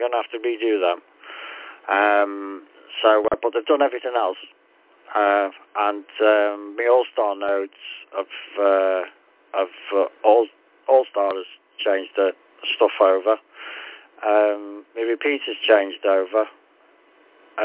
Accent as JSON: {"language": "English", "town": "Liverpool", "region": "North West England", "country": "United Kingdom", "said": "I come from Liverpool."}